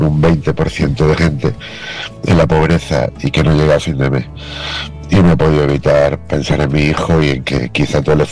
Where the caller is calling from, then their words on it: Málaga, Andalusia, Spain; de Málaga